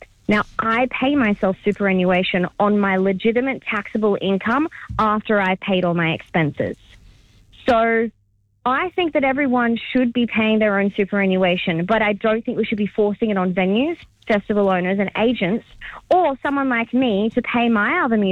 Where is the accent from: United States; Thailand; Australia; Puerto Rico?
Australia; I know as an Australian girl who was raised here and who grew up on Aussie music